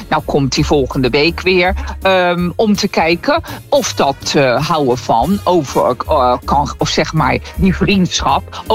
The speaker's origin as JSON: {"language": "Dutch", "town": "Rotterdam", "region": "South Holland", "country": "Netherlands", "tie": "born or raised there", "also_born_or_lived": "Rockanje / Spijkenisse / Belgium", "moved": "as an adult", "lives_now": "Spain", "said": "Uit Hillegersberg. Ik ben geboren zeg maar op de Prins Bernhardskade aan de Plas. Daar woonden mijn ouders toen in bij mensen."}